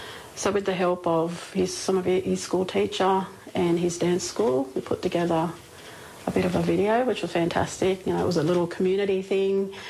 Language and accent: English; Peak Hill, New South Wales, Australia; moved away as an adult; now in Dubbo, Australia; I'm a Wiradjuri woman from a little town, Peakill, New South Wales, but we've relocated to Dubbo, which is only like 45 minutes from home, so still living on country and still surrounded by our mob.